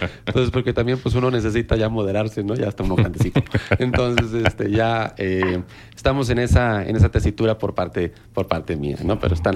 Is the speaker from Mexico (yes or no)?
yes; La Laguna, Coahuila, Mexico; yo, como lagunero que soy, de Coahuila